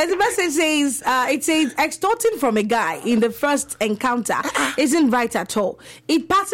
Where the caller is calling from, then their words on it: Benin; I'm calling from Benin.